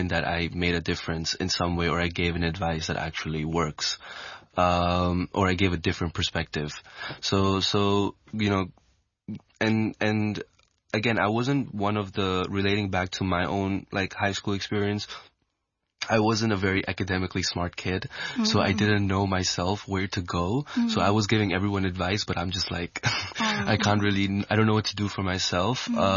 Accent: Hong Kong; growing up, it was quite like positive in the sense that like growing up in Hong Kong, because Hong Kong is an international city

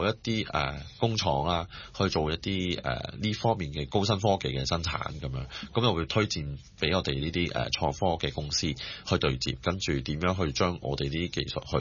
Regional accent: Hong Kong; 因為喺香港，譬如咁我喺香港，我喺香港長大啦，咁我最熟悉喺香港

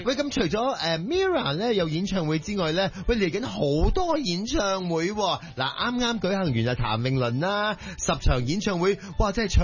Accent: Hong Kong; 希望我们香港人全部赢。

